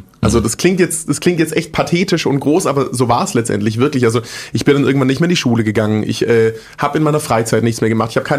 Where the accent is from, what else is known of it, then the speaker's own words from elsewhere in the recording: Großbottwar, Baden-Württemberg, Germany; also born or lived in Stuttgart / Frankfurt; Schwabe, genau. Ich bin in Stuttgart geboren, bin in so einem Kaff aufgewachsen, das heißt Großbottwar. Also will ich da wohnen, was wohnen da 10, 15.000 Leute vielleicht. Bin da mit meiner Family groß geworden, bis ich 10 war.